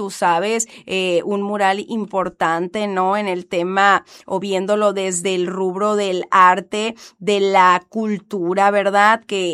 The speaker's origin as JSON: {"language": "Spanish", "country": "Mexico"}